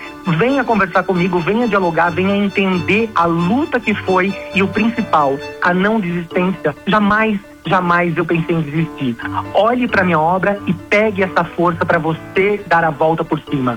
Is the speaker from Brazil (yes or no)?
yes; Brazil; eu sou brasileiro